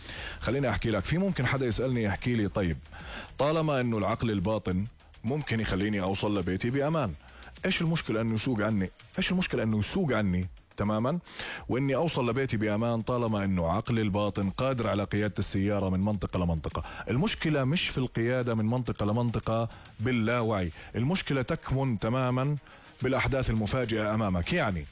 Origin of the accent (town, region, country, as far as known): Jordan